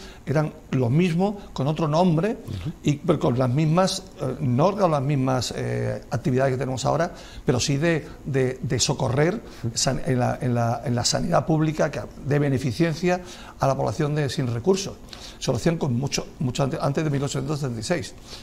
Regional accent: San Fernando, Andalusia, Spain; Yo nací en San Fernando, una ciudad de tradición militar por excelencia. Mi padre también, oficial de Infantería Marina, me crié en ese ambiente.

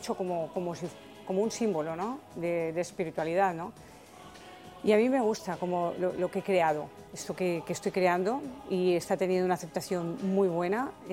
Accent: Catalonia, Spain; moved away as an adult; now in Aragon, Spain; yo soy una catalana, pero muy aragonesa. Entonces, quería hacer algo por mi tierra, ¿no? Por donde llevo muchos años, más de 40 años viviendo, en Aragón.

